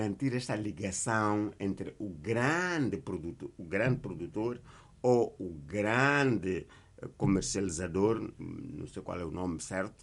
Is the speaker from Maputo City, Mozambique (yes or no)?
no; Jangamo, Inhambane, Mozambique; moved away; ele é um grande agricultor agora em Jangamo, minha terra.